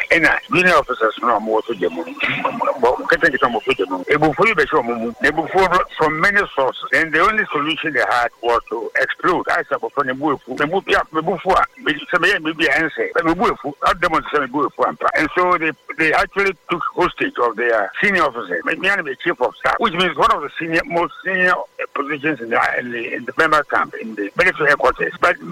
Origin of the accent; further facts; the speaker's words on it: Ghana; I'm not a politician, MPP, I'm not an NDC. I'm a Ghanaian. Who wants the best for Ghana?